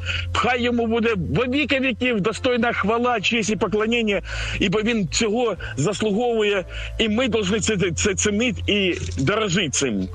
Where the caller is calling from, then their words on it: Kharkiv, Kharkiv Oblast, Ukraine; я із Харкова вас безпокою.